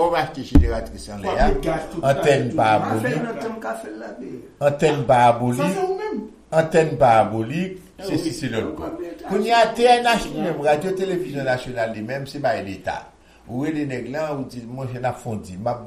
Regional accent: Haiti; Je suis haïtien, je suis tout haïtien.

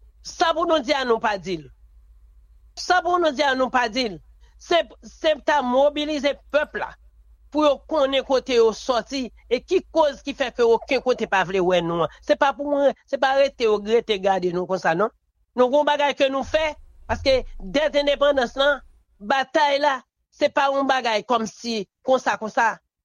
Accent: Haiti

